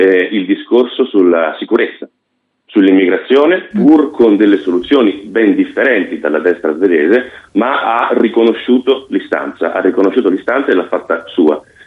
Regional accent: Sweden; Ho avuto questa fortuna di vivere la mia infanzia in Svezia, quindi mi sono fatto un'idea, si parla comunque di 20 anni fa, spesso ci ritorno

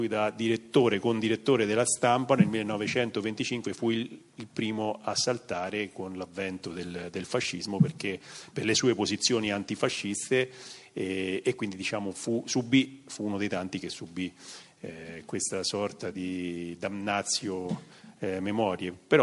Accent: Terni, Umbria, Italy; io nonostante lavori a Marciano sono di Terni

